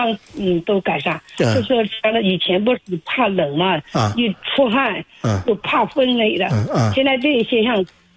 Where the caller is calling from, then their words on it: Liaoning, China; 我是辽宁的